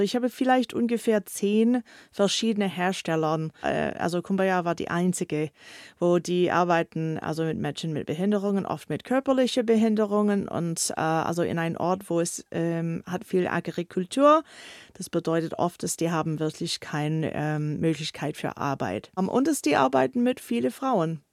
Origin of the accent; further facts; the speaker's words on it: Canada; German is a second language; moved away as an adult; now in Tübingen, Germany; Ja, also ich komme aus Kanada. Ich bin hier in Deutschland in Tübingen seit 2016.